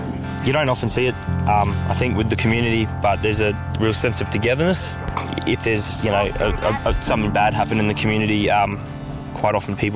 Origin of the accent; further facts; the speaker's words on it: Alice Springs, Northern Territory, Australia; born there; also born or lived in Adelaide; I was born here in Alice Springs.